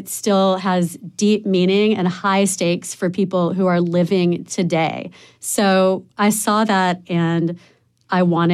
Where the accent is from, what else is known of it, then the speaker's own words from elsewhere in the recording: Wilmington, North Carolina, United States; moved away; I grew up here in Wilmington, I should say.